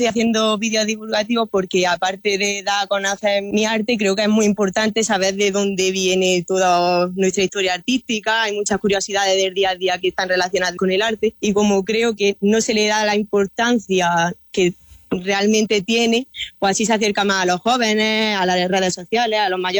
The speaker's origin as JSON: {"language": "Spanish", "region": "Andalusia", "country": "Spain"}